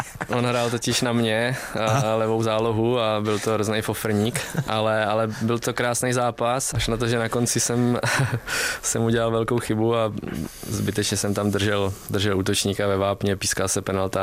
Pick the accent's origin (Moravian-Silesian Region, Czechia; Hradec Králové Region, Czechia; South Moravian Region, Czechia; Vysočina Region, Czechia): Vysočina Region, Czechia; Ty kopce, co jsem vybíhal u nás na Vysočině, už jsou pase.